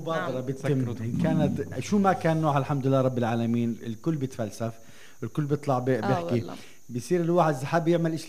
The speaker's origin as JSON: {"language": "Arabic", "town": "Nablus", "region": "West Bank", "country": "Palestine", "said": "مش والله إحنا لما نطلع من نابلس نقول شوفوا إذا هاي قرية صغيرة"}